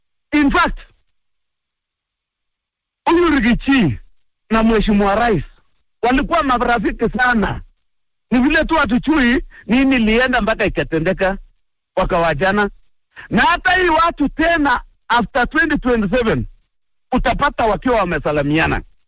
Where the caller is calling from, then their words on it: Nakuru, Nakuru County, Kenya; Swahili is a second language; mimi natoka Nakuru.